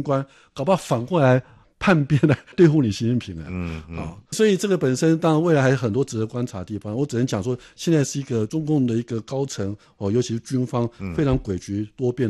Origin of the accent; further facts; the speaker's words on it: Taiwan; 这当然对我们台湾人短期之内或许至少短多啦